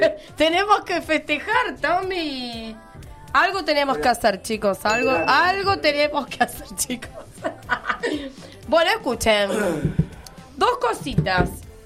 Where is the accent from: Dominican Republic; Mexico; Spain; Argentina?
Argentina; somos todos argentinos.